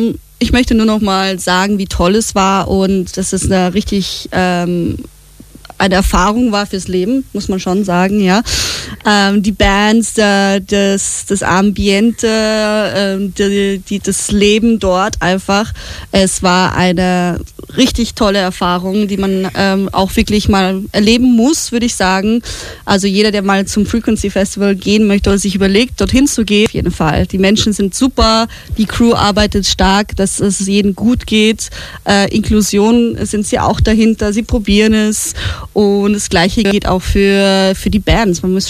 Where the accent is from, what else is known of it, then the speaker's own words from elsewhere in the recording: Austria; Bei uns in Österreich.